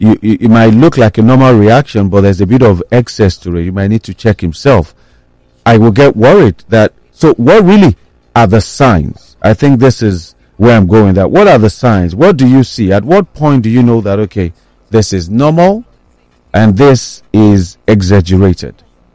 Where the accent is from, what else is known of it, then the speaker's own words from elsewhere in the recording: Nigeria; And so as a Nigerian